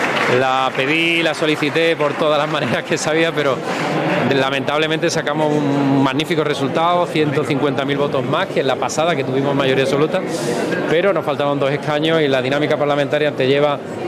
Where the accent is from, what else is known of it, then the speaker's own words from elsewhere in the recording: Andalusia, Spain; por responsabilidad hacia mi tierra, hacia Andalucía, hacia los andaluces, no podía parar.